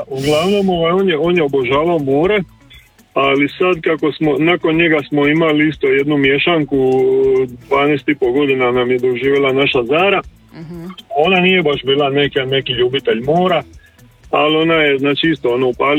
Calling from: Zadar, Zadar County, Croatia; mi smo živjeli u centru grada jedno 23-4 godine

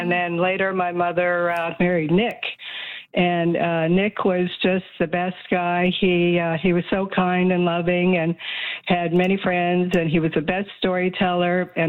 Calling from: Edmonton, Alberta, Canada; Yes. Edmonton.

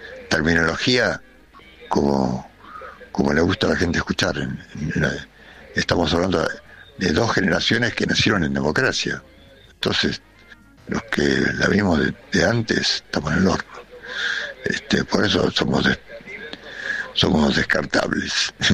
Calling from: Wilde, Buenos Aires Province, Argentina

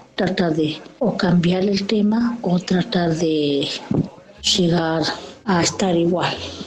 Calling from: Ituzaingó, Argentina; de Ituzaingó.

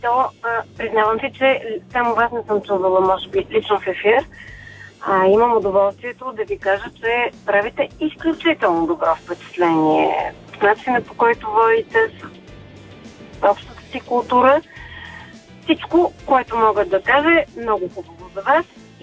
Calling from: Sofia, Sofia City, Bulgaria; И съм от София.

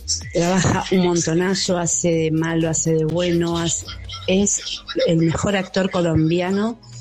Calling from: Don Bosco, Buenos Aires Province, Argentina; de Don Bosco

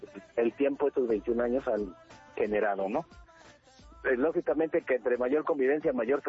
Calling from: Mexico City, Mexico; Ciudad de México, Alcaldía Tláhuac.

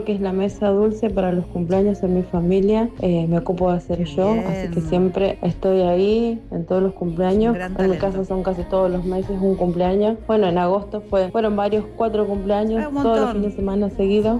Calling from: Florencio Varela, Buenos Aires Province, Argentina; … de Varela.

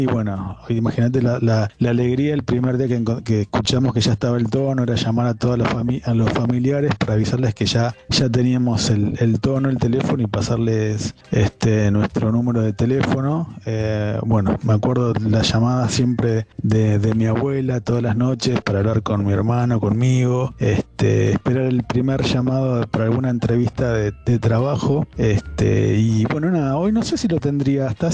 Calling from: Buenos Aires, Argentina; soy … de Palermo

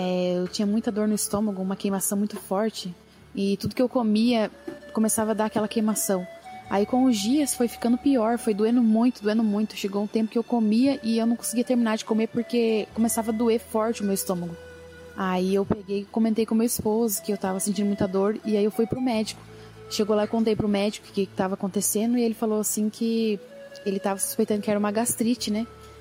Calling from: Camanducaia, Minas Gerais, Brazil; Sou aqui de Minas Gerais, de Camanducaia, e eu congrego na Igreja dos Amor aqui de Camanducaia.

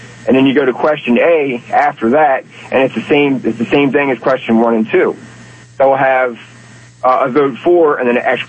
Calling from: Pasadena, Maryland, United States; We live in Anne Arundel County.

